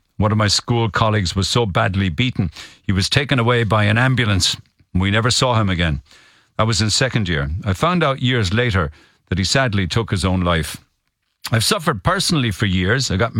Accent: Silver Mines, Munster, Ireland; now in Cork, Ireland; I've lived in Cork for the past 45 years. But I'm originally from Silver Mines in Tipperary, where I went to school.

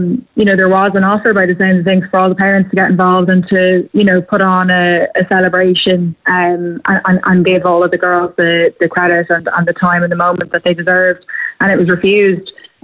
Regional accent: Kildare, Ireland; I'm actually from Kildare myself and was down in the club that would be local to me

